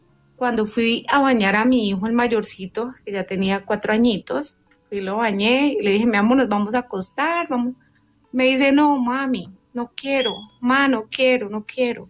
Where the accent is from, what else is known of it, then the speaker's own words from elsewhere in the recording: Aipe, Huila, Colombia; now in Cartago, Colombia; Soy de Aipe Huila, pero en ese momento hablo desde Cartago Valle.